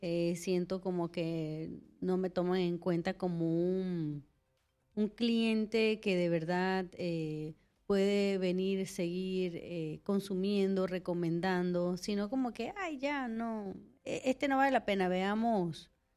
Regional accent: Panama; Yo como panameña lo puedo decir

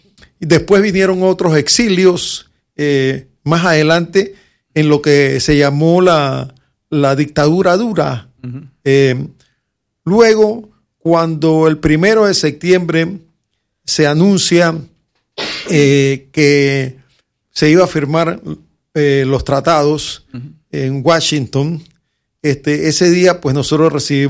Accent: Panama; nosotros pudiéramos hablar como panameños.

